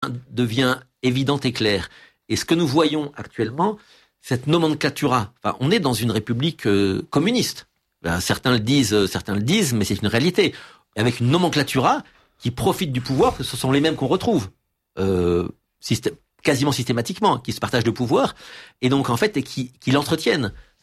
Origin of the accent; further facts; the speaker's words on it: France; en tant que français de l'étranger, vous allez voir une banque française